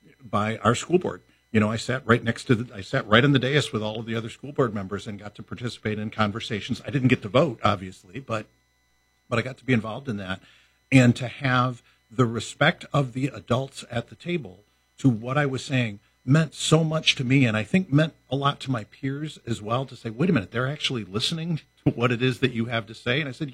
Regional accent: Mount Pleasant, Michigan, United States; born or raised there; now in Holland, United States

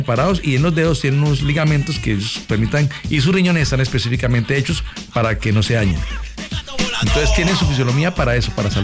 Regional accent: Bucaramanga, Santander, Colombia; now in Cúcuta, Colombia; soy de Bucaramanga

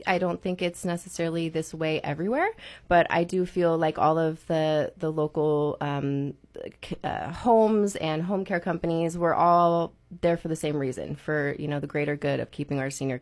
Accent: Tahoe, California, United States; I grew up in Tahoe, so I didn't make it too far.

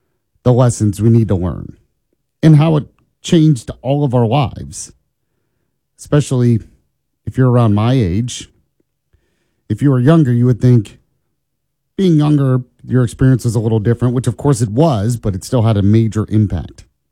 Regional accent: Orlando, Florida, United States; I grew up in Orlando, Florida. I understood. I had never been to New York City in my life.

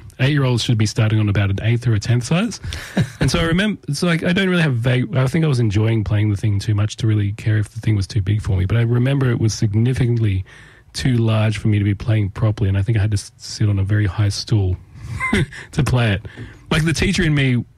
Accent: Tamworth, New South Wales, Australia; I grew up in Tamworth, yes.

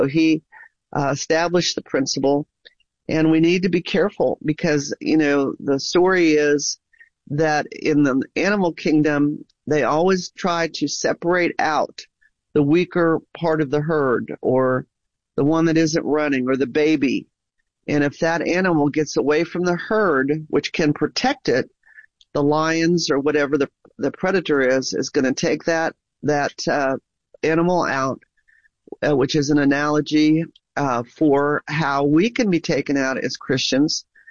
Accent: Ohio, United States; also born or lived in Massachusetts / Oklahoma; I know when I was raised in Ohio, born in Massachusetts, raised in Ohio. But then when I went off to college, I came down to Oklahoma and we never went back.

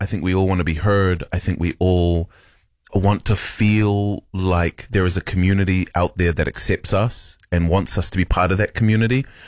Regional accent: New Zealand; I was born here and raised here. So I know nothing more. I know nothing else other than New Zealand.

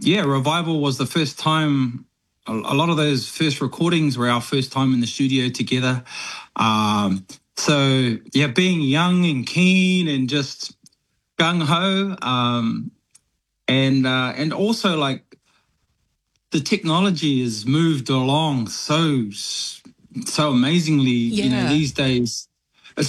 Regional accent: Hamilton, Waikato, New Zealand; And I was born in Kirikiriroa, Hamilton, yeah. Waikato. Born and raised.

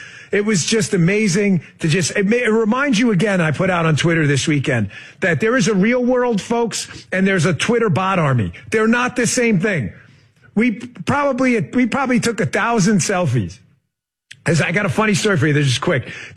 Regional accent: New York, United States; I grew up a Yankee in New York. I'm a Northerner.

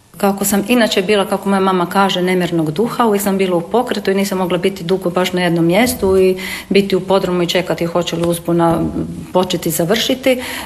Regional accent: Karlovac, Karlovac County, Croatia; rođena sam na Dubovcu, baš ovdje podno starog grada Dubovac, baš u blizini nacionalnog svetišta, nekakvi 200-300 metara od samog svetišta. Ali kao malo dijete, moja majka, otac, moj brat Krunoslav i tata, preselili smo se na Veliku Jelsu

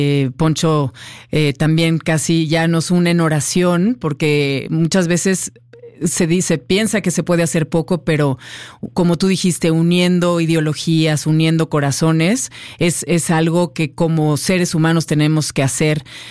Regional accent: Mexico; Nosotros como mexicanos siempre queremos ayudar

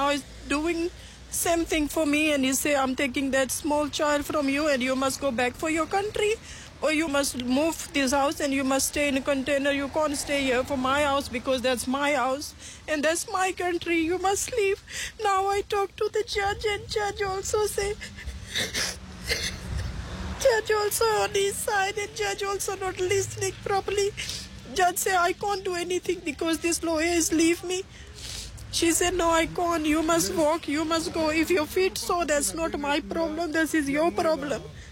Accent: Pakistan; English is a second language; now in South Africa; Yes, he's from here, and I'm from Pakistan.

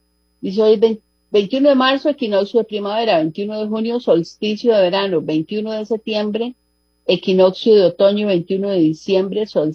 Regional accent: Costa Rica; así somos los ticos.

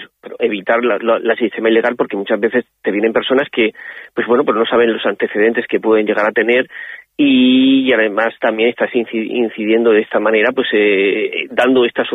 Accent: Spain; Nos duele y como españoles no podemos mirar para otro lado.

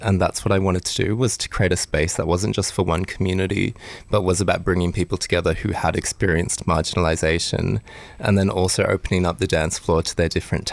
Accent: Brisbane, Queensland, Australia; moved away as an adult; now in Melbourne, Australia; No, I'm Japanese Australian, but I grew up in Brisbane.

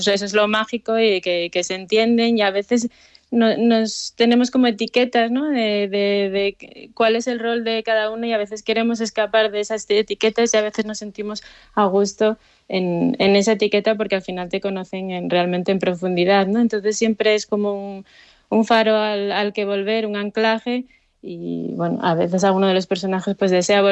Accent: Gijón, Asturias, Spain; now in Madrid, Spain; yo soy asturiana y era un interés muy grande el poder pues que se viera nuestro trabajo allí en el lugar que a mí también me ha visto crecer

